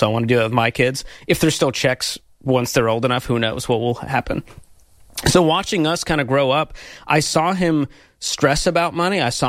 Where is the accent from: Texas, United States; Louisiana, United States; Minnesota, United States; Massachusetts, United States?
Massachusetts, United States; Boston; I grew up in Boston, immigrant parents from the Middle East. We had a pretty middle class upbringing.